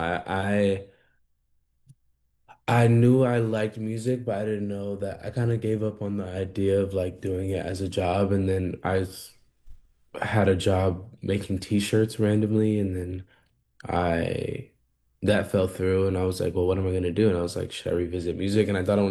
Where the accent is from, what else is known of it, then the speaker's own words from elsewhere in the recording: Florida, United States; My dialect, the music that I listened to growing up, there's so many sprinkles of my hometown in my music, for sure.